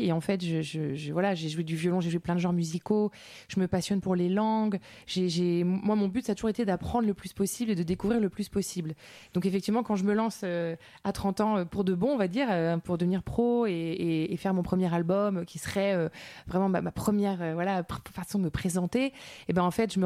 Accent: France; moved away; also born or lived in Latin America

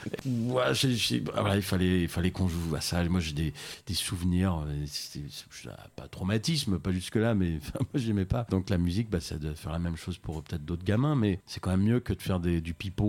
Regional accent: Chartres, Centre-Val de Loire, France; born there; Non, mais je suis né à Chartres, mais ma mère, elle est née à Héricourt.

